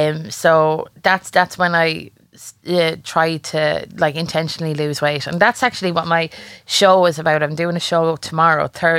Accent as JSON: {"language": "English", "country": "Ireland", "said": "Isn't it great being Irish? You always have a cousin somewhere. Yeah. And thankfully I had him in Australia."}